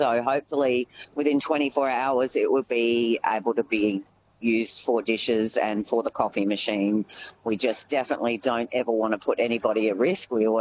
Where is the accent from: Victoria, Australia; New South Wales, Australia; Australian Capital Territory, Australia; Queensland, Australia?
Queensland, Australia; Honestly, because I come from Queensland, I moved to Kahuna to buy this business, and I've moved away from all of my support network